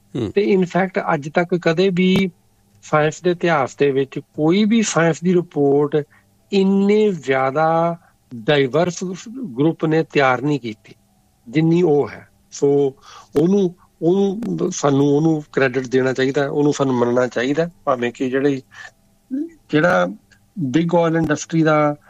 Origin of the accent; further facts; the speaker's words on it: Amritsar, Punjab, India; moved away as an adult; ਮੈਂ ਵੀ ਉਸੇ ਜੰਮਿਆ ਪੜਿਆ, 22 ਸਾਲ ਤੱਕ ਮੈਂ ਉੱਥੇ ਰਿਹਾ